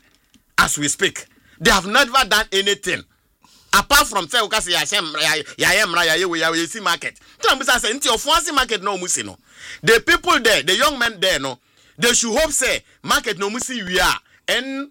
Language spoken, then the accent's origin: English; Abomosu, Eastern Region, Ghana; Honorable, I'm from Abomosu in the eastern region.